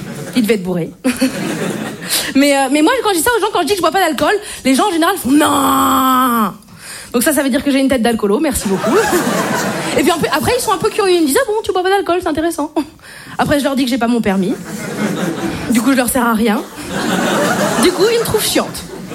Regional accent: Brittany, France; je suis bretonne et je ne bois pas d'alcool

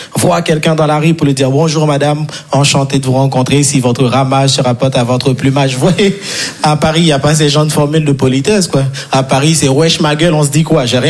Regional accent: Haiti; Moi, je viens de Haïti.

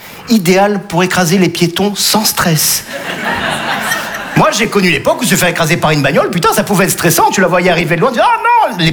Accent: Nice, Provence-Alpes-Côte d'Azur, France; Eh ouais, je suis niçois, les amis. Ouais. Eh ouais, humoriste niçois.

